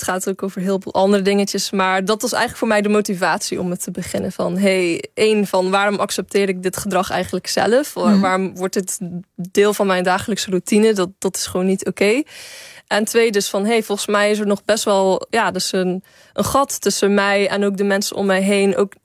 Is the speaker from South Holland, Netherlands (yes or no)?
no; Zeeland, Netherlands; also born or lived in Breda; now in Amsterdam, Netherlands; Toen woonde ik nog in Breda, ik kom ook uit Zeeland, nu woon ik in Amsterdam.